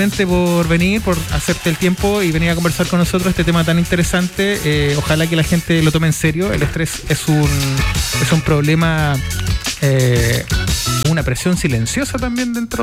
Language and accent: Spanish; Chile